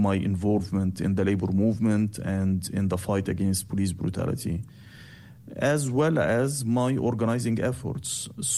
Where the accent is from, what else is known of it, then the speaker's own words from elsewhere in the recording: Cairo, Cairo Governorate, Egypt; moved away as an adult; now in Berlin, Germany; I was born in Cairo, raised in Cairo, lived most of my life in Cairo till I had to leave it in 2015